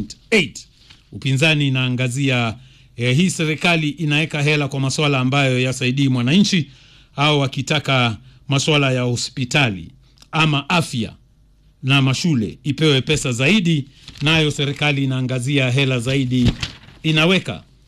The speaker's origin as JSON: {"language": "Swahili", "country": "Kenya"}